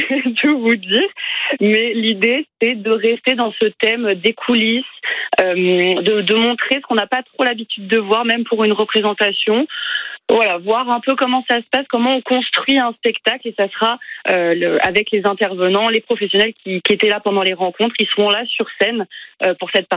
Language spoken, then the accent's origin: French; Sens, Bourgogne-Franche-Comté, France; personnellement, j'ai grandi à Sens. Je connais ce théâtre depuis que je suis toute petite.